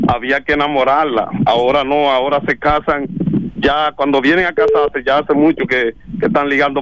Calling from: San Juan de la Maguana, San Juan, Dominican Republic; yo vivo en La Garita, Hato del Padre, San Juan.

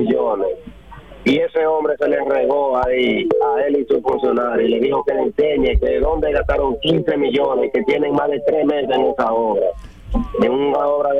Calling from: Santo Domingo Este, Santo Domingo, Dominican Republic; de Santo Domingo Este.

